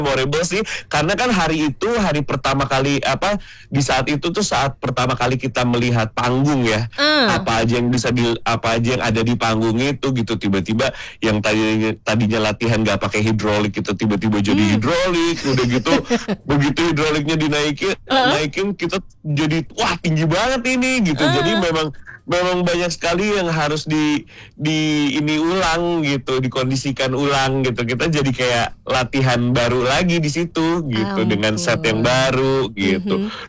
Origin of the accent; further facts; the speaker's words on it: Bandung, West Java, Indonesia; aku memang lahir besar, tanah kelahiran aku adalah bumi Pasundan, betul sekali, iya, di Bandung.